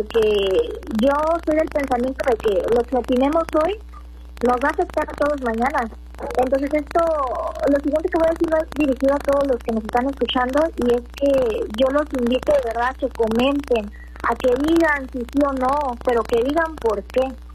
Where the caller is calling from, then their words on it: Acapulco, Guerrero, Mexico; Yo soy de Acapulco.